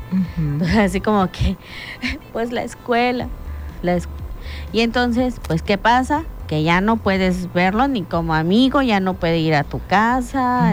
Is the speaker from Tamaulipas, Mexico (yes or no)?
no; Cozumel, Quintana Roo, Mexico; moved away as an adult; ya cuando ya nos venimos a vivir para acá, para este lado, porque pues recuerden que somos de Cozumel